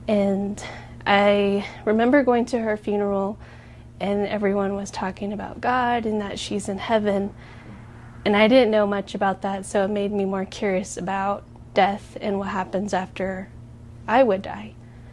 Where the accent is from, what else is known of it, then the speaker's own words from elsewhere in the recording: Arizona, United States; I am from La Cachuca, Arizona, and that's where I grew up with my family. I grew up in a Navajo traditional home